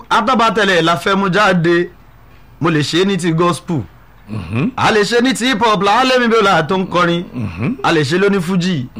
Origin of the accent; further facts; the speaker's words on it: Abeokuta, Ogun, Nigeria; I hail from Abeokuta.